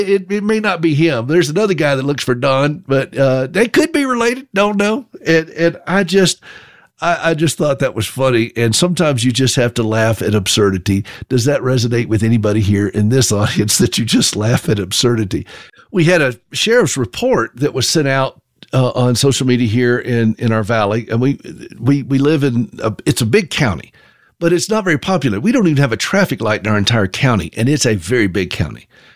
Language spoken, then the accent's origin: English; the South, United States; now in Montana, United States; I'm from the South, where sarcasm is a way of life. I mean, that we just say things in the South differently.